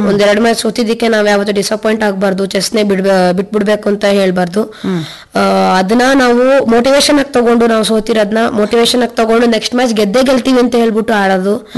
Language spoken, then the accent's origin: Kannada; Kushalnagar, Karnataka, India; born there; ಕುಶಾಲ್ ನಗರದಲ್ಲಿ. ಅಲ್ಲಿ ತುಂಬಾ ಮೆಮೊರೀಸ್ ಇದೆ ನಂಗೆ.